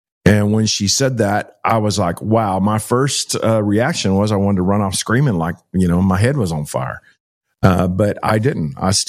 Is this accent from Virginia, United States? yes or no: no; Joshua, Texas, United States; Yeah, so I grew up about 10 miles from you in Keene. I grew up in Joshua, Texas, and that's also where our food bank is.